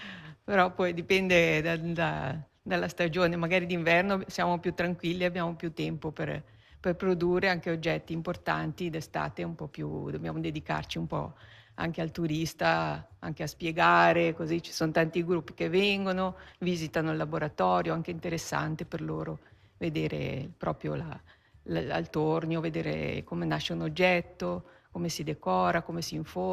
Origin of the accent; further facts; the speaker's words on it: Gandria, Ticino, Switzerland; io sono nata a Gandria.